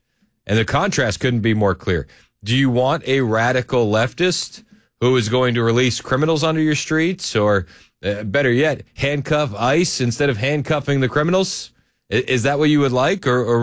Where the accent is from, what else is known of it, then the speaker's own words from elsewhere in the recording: Massachusetts, United States; born there; moved away; also born or lived in New Hampshire; where I grew up in Massachusetts and in New Hampshire, a lot of the old homes use heating oil.